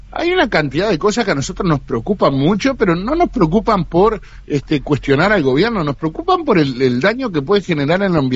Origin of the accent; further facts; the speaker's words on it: Canelones, Uruguay; yo soy de Canelones